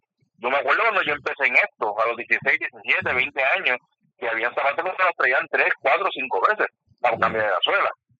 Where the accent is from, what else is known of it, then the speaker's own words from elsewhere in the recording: Bayamón, Puerto Rico; Yo soy de Bayamón, nacido en Bayamón.